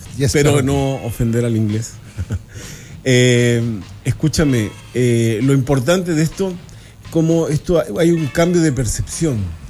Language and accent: Spanish; Chile